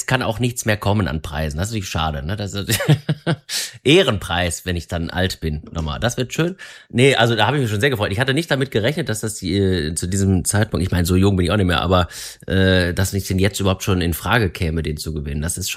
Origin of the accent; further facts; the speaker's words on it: Wuppertal, North Rhine-Westphalia, Germany; born there; now in Berlin, Germany; Liedermacher aus Berlin, gebürtiger Wuppertaler, aber seit vielen, vielen Jahren in Berlin, Jahrzehnten bald.